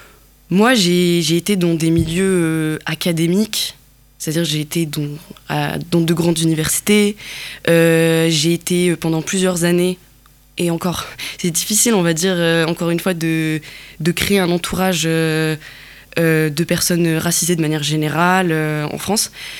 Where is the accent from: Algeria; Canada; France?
Algeria; Kabylie; moved away; donc je suis kabyle, j'ai grandi en Algérie et je suis amazir, comme je suis kabyle, et aussi, j'ai vécu la migration, en fait.